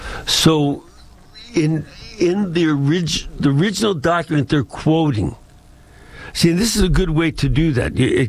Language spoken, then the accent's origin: English; United States; especially as an American